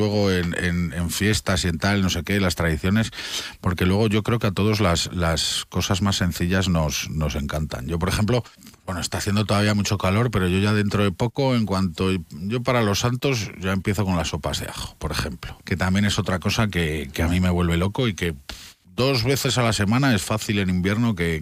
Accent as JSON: {"language": "Spanish", "town": "León", "region": "Castile and León", "country": "Spain", "said": "los que somos de León"}